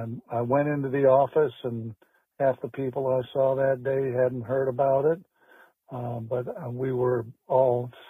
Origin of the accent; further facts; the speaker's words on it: Freeport, Illinois, United States; I'm from Freeport, up in Northwest Illinois.